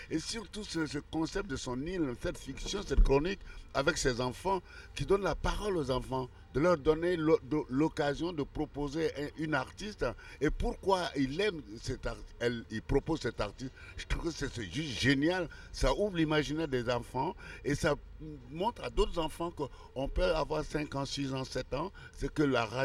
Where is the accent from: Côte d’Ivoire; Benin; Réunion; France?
Côte d’Ivoire; Et deuxièmement, moi, je viens de Côte d'Ivoire, qui est quand même le troisième producteur de café au monde.